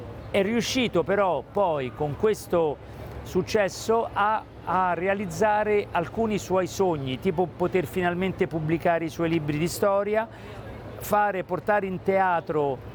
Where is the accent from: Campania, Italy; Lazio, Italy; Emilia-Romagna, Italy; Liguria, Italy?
Lazio, Italy; Rome; born there; Io purtroppo il napoletano non lo so parlare perché io sono nato a Roma, perché papà a 20 anni lascia Napoli e viene a Roma